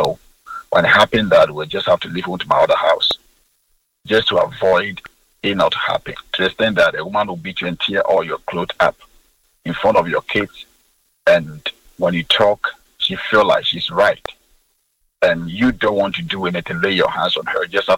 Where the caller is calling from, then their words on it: East Legon, Greater Accra, Ghana; Okay, I'm calling from East Legon.